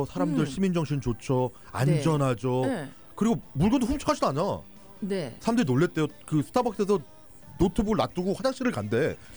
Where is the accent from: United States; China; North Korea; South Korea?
United States; California; 제가 캘리포니아에서 왔다가 두 번을 사람들이 물어본 게 있었는데